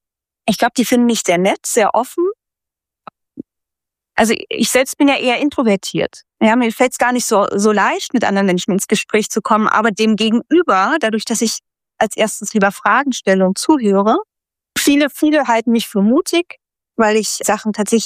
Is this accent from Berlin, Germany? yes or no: yes; Berlin, Germany; born there; Mein Geburtsort ist Berlin.